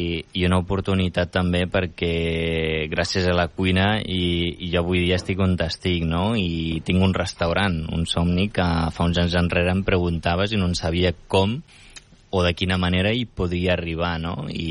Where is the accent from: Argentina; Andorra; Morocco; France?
Morocco; Rif; Catalan is a second language; Jo sóc del Rif, que també és un altre idioma que es parla allà, a la zona del Rif, que no té res a veure amb l'àrab, que a vegades la gent ho confon, i és totalment diferent. De fet, ma mare només parla el bereber